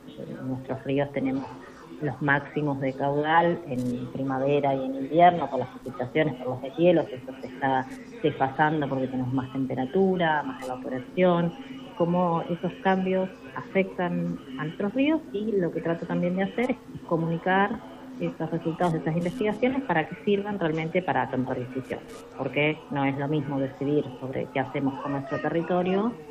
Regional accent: La Pampa, Argentina; also born or lived in Río Gallegos; Yo nací en Río Gallegos, soy bien patagónica, después viví muchos años en el campo de mi abuelo en La Pampa

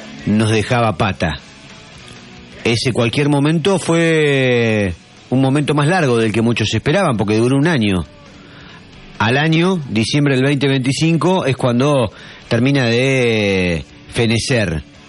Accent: Santa Fe, northern Santa Fe province, Argentina; ¿Cómo no quieren que nos sintamos que no somos santafesinos de segunda?

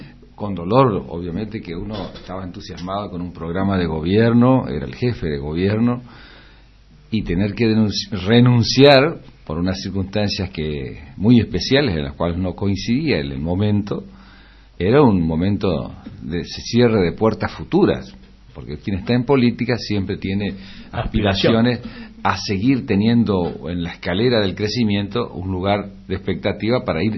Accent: Villa Ángela, Chaco, Argentina; tocaste a alguien de Villa Ángela, de mi pueblo además

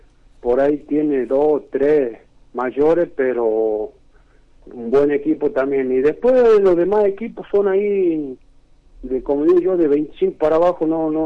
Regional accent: Argentina; also born or lived in Rosario / Buenos Aires; yo soy de acá, del Raro, del pueblo, y bueno, yo siempre he jugado afuera, me fui a Rosario, a Buenos Aires, jugué afuera, después me vine

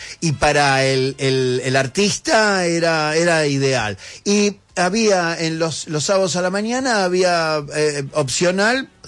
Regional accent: Munro, Buenos Aires Province, Argentina; porque yo soy de Munro

